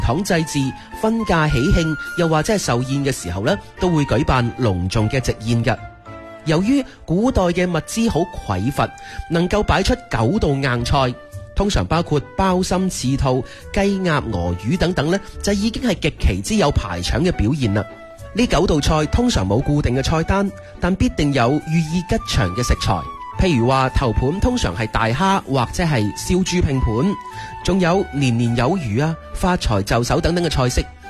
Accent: Guangdong, China; 我哋广东人

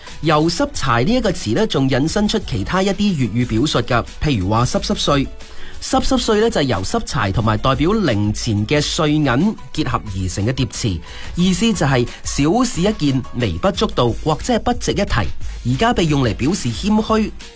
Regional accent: Guangdong, China; 我哋广东人面对困难嗰阵刻入基因里面嘅生存智慧

